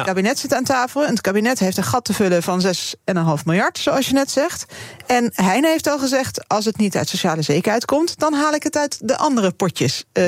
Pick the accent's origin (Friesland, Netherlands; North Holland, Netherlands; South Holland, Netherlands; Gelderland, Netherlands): South Holland, Netherlands; Wassenaar; ik kom uit Wassenaar